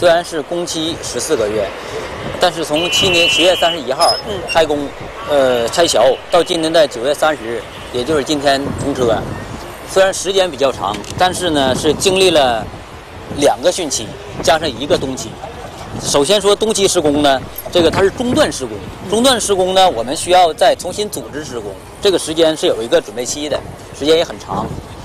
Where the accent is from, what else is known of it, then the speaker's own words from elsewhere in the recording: Jinzhou, Liaoning, China; 锦州人。